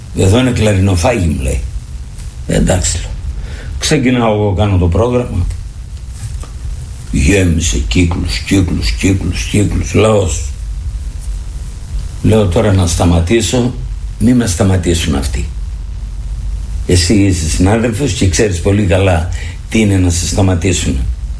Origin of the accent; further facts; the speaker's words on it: Epirus, Greece; Πρόεδρε, του λέω, εγώ είμαι από τη Θεσπρωτεία.